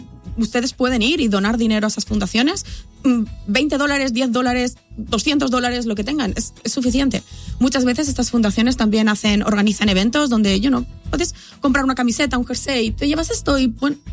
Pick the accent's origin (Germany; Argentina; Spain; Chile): Spain; Castellón de la Plana, Valencian Community; moved away; Yo soy originaria de España, de una ciudad pequeñita llamada Castellón